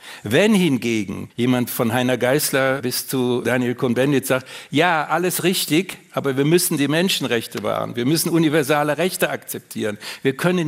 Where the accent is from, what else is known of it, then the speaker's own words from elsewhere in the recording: Cologne, North Rhine-Westphalia, Germany; Meine Heimatstadt Köln hat sich gerade damit berühmt gemacht